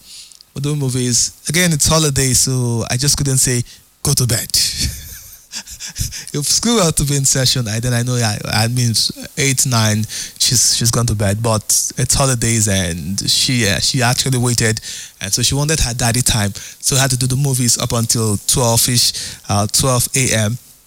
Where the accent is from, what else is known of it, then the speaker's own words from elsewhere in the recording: Rivers, Nigeria; I am from Rivers, Abiquere man.